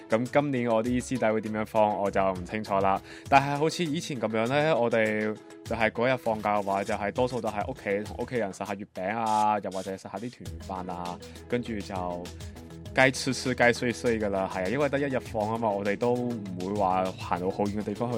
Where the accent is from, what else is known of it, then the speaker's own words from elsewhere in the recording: Macau; 我是来自中国澳门的